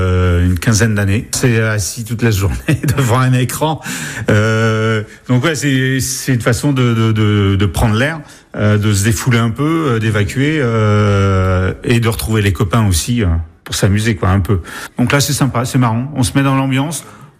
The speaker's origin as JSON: {"language": "French", "region": "Brittany", "country": "France", "tie": "born or raised there", "also_born_or_lived": "south of Ille-et-Vilaine / Côtes-d'Armor near Dinan", "lives_now": "Pont-Péan, France", "said": "Je suis originaire de la région rennaise, on va dire."}